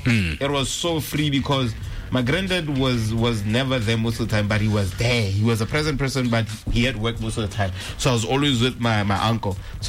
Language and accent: English; Gaborone, Botswana; born there; also born or lived in Francistown; So like most of my life, I grew up in Gabs. I even schooled in Gabs.